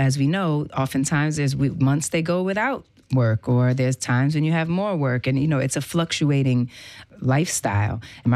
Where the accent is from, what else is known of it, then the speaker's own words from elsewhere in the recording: New York, United States; experiences that I had growing up in New York.